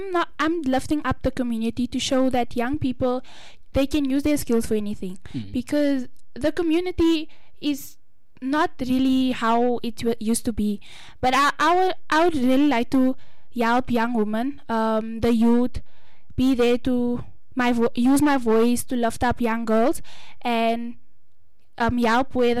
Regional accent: Johannesburg, Gauteng, South Africa; I am from Westbury.

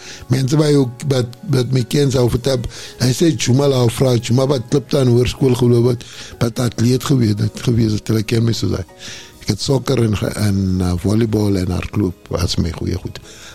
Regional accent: Pretoria, Gauteng, South Africa; born there; Ek weet net, ek was gebore in Pretoria, waar en hoe.

